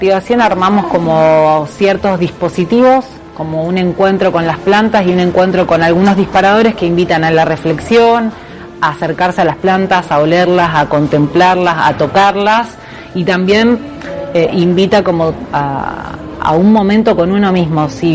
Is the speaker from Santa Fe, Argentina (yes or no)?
yes; Rosario, Santa Fe, Argentina; born there; now in Arroyo Leyes, Argentina; soy creadora de un proyecto que se llama Ecoternura. Soy nacida en Rosario, actualmente vivo en Arroyo Leyes